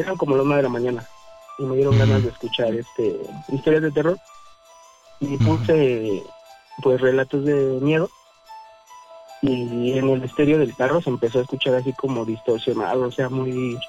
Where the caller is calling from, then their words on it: Chimalhuacán, State of Mexico, Mexico; En Chimalhuacán